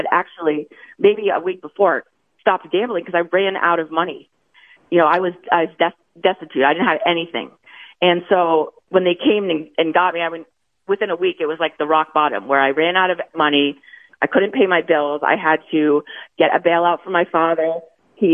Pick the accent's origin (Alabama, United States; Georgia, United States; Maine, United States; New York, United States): Maine, United States; moved away; I'm from Maine, so I was in Maine with my family